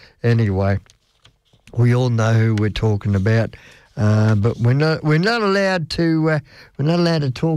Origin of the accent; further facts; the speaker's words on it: Australia; we are Australian. I am an Australian.